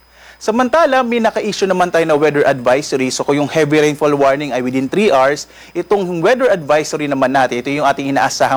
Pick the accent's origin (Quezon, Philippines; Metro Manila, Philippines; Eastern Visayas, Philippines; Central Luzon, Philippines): Central Luzon, Philippines; Bataan, dyan po sa amin sa Bataan